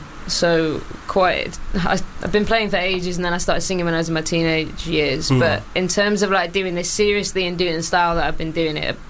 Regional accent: Wales, United Kingdom; now in London, United Kingdom; Well, it was a show in Colwyn Bay, which is in North Wales. It's not far from where I'm from.

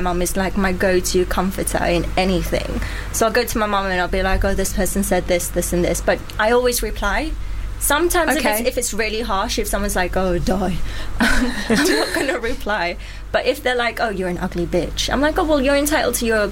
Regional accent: South Africa; moved away; I'm from South Africa.

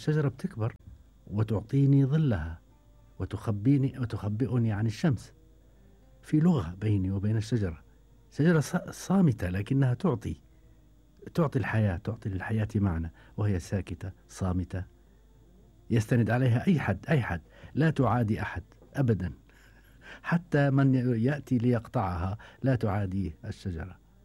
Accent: Taffuh, Hebron Governorate, Palestine; تفوح قريتي، الآن أصبحت مدينة كما قلت

